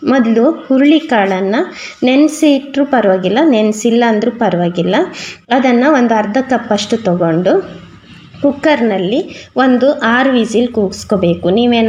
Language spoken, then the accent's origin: Kannada; Udupi district, Karnataka, India; ನಾನು ಮೂಲತಃ ಉಡುಪಿ ಜಿಲ್ಲೆಯವಳು.